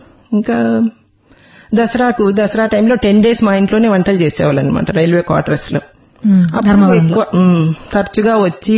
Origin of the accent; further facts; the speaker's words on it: Katpadi, Tamil Nadu, India; born there; నేను కూడా అక్కడే పుట్టాను కాట్పాడిలో ఉన్నప్పుడు 65